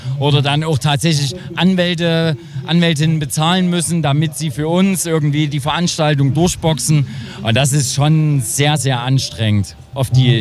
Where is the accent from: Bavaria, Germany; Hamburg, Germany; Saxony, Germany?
Saxony, Germany; Grimma; Also in meiner Jugend war in Grimma durchaus noch sehr viel